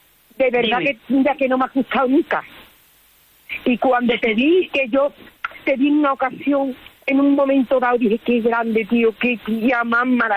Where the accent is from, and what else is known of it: Coria, Spain